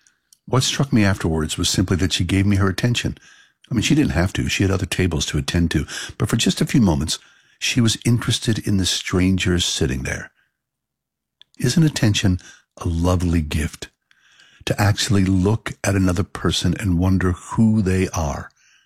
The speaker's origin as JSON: {"language": "English", "town": "Pittsburgh", "region": "Pennsylvania", "country": "United States", "said": "I told her I was from Pittsburgh."}